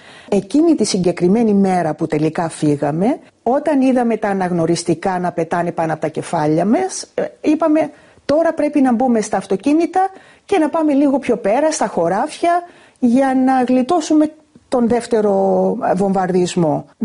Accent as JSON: {"language": "Greek", "town": "Famagusta", "region": "Famagusta District", "country": "Cyprus", "tie": "born or raised there", "said": "εμείς όσοι γεννηθήκαμε στην Αμόχωστο και ζούσαμε στην Αμόχωστο, στην Κύπρο, μπορέσαμε να δούμε ξανά την πόλη μας."}